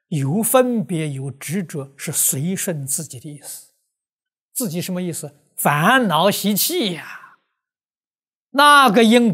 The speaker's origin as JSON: {"language": "Chinese", "country": "China", "said": "我们中国人"}